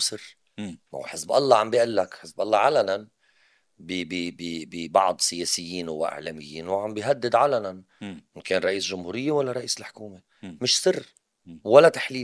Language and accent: Arabic; Lebanon; انا كشاب لبناني،